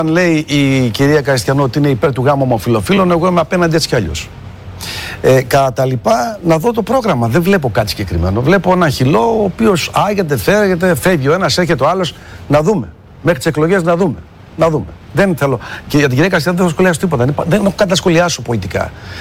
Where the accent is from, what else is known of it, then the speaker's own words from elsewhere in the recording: Macedonia, Greece; Ξέρετε, δεν έχω να πω τίποτα για τον άνθρωπο, αλλά ως Μακεδόνας, από τη στιγμή που πρόδωσε τη Μακεδονία, μου είναι απεχθής.